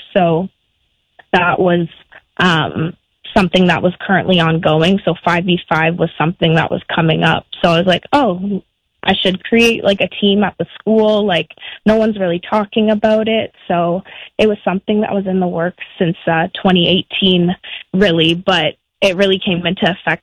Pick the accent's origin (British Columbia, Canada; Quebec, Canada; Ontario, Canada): Ontario, Canada; Ottawa; I started off very young. I grew up in Orleans.